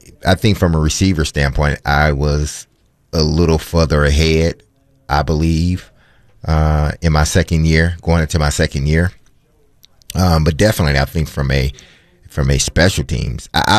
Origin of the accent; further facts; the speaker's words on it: Michigan, United States; moved away; I'm from Michigan.